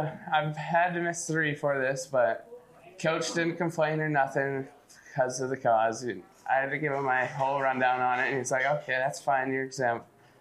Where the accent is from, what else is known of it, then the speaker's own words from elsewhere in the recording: Tipton, Iowa, United States; I'm from Tifton, Iowa. It's probably 35 minutes east of Cedar Rapids.